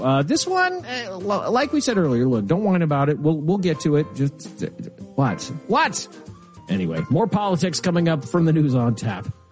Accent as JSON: {"language": "English", "town": "Lincoln", "region": "Nebraska", "country": "United States", "tie": "born or raised there", "said": "It's Lincoln, my hometown."}